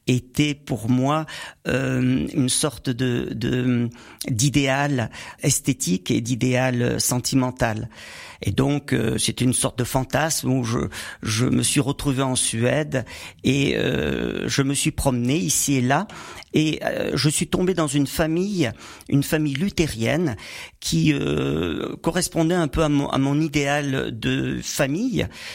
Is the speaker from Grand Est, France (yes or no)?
no; Millau, Occitanie, France; born there; also born or lived in Saint-Paul-Trois-Châteaux / Montélimar / Montpellier; je suis né à Saint-Paul-Trois-Châteaux. J'ai vécu 8 ans à Montélimar et après, on est allé à Millau, dans l'Aveyron.